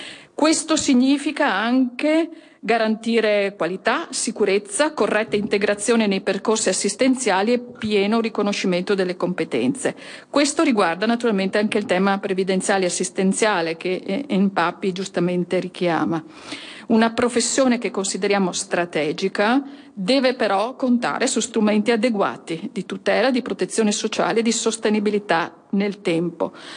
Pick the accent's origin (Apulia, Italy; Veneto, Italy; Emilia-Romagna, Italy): Veneto, Italy; accent: Venetian; Vengo dal Veneto, lo dice il mio accento